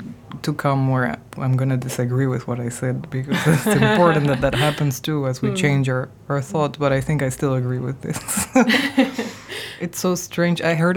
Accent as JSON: {"language": "English", "country": "Argentina", "tie": "born or raised there", "moved": "yes", "lives_now": "Rotterdam, Netherlands", "said": "growing up in Argentina, everyone is exposed to Borges, the writer, in one way or another"}